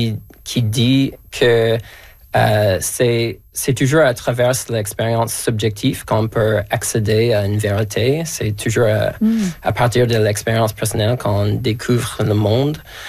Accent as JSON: {"language": "French", "region": "Alberta", "country": "Canada", "second_language": "French", "moved": "yes", "lives_now": "Quebec, Canada", "said": "Et j'ai commencé à apprendre le français après avoir quitté l'Alberta."}